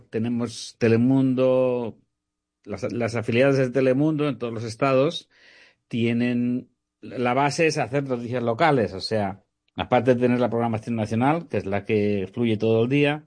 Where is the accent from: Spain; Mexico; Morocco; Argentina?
Spain; Catalonia; moved away as an adult; now in New Orleans, United States; soy español, catalán, exactamente